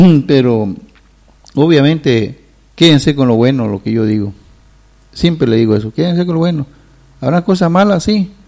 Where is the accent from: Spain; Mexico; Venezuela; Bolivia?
Bolivia; eastern lowlands; Pero soy camba.